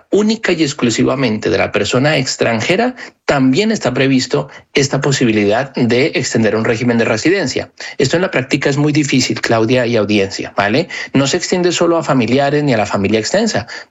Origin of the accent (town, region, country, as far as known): Colombia; now in Madrid, Spain